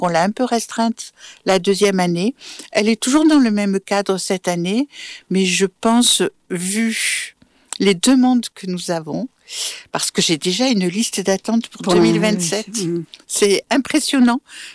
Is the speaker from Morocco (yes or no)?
no; Montpellier, Occitanie, France; On est Montpelliérain, on est de la métropole